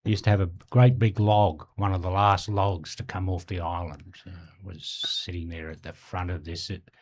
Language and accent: English; Maribor, Drava, Slovenia; and I was born and bred in Maribor. I'm a Mariborite originally, right?